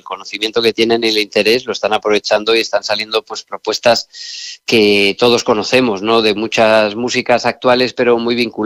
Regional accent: Castile and León, Spain; now in Galicia, Spain; yo viviendo en este caso porque soy de Castilla y León

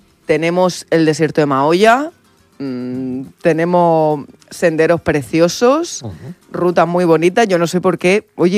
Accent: Region of Murcia, Spain; Yo tengo que decir esto una cosa como murciano

